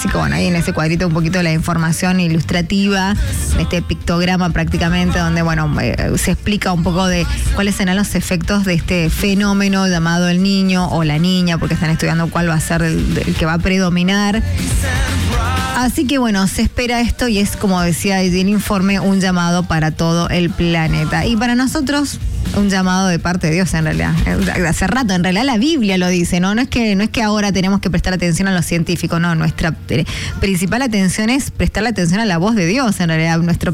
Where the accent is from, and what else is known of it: Argentina